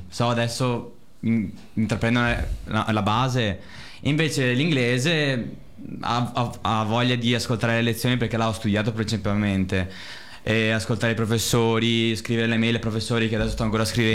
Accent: Resana, Veneto, Italy; sono figlio di Simone, vengo da Resana

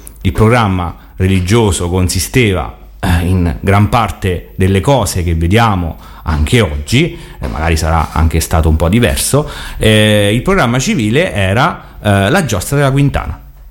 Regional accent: Ascoli Piceno, Marche, Italy

